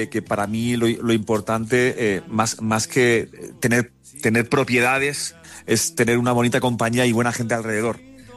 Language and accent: Spanish; Alicante, Valencian Community, Spain; En lo que era en mi ciudad natal, en Alicante.